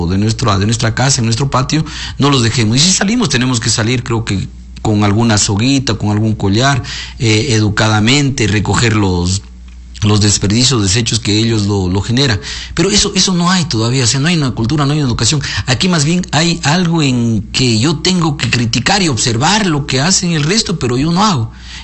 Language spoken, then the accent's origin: Spanish; Macas, Morona Santiago, Ecuador; Yo soy de Macas, ahorita estoy en un departamento